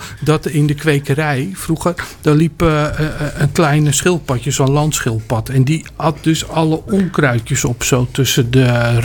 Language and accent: Dutch; Mijdrecht, Utrecht, Netherlands; now in Nieuwveen, Netherlands; Oorspronkelijk kom ik uit Meidrecht. Nu woon ik in Nieuwveen.